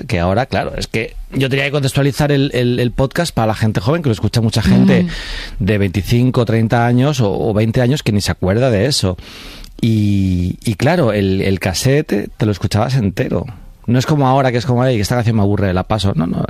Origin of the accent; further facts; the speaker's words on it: Alcorcón, Community of Madrid, Spain; cuando me decían, ¿tú de dónde eres? Yo decía, Alcorcón. La gente era como, ¿sabes? En plan, como que les parecía gracioso ser de Alcorcón. Y yo, ¿qué pasa? En plan, para mí ser de Alcorcón era normal.